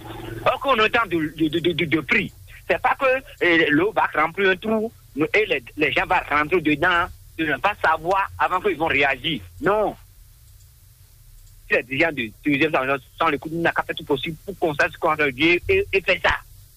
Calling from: Cotonou, Littoral, Benin; je suis depuis Cotonou, Corribo.

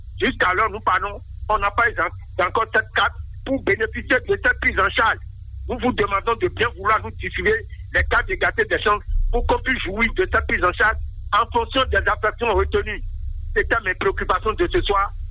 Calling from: Porto-Novo, Ouémé, Benin; je vous appelle depuis Rwanda 2 Porte Nouveau.

